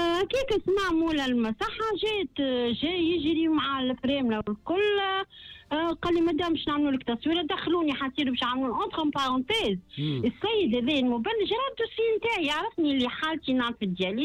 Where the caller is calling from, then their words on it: Tunisia; أنا مواطنة تونسية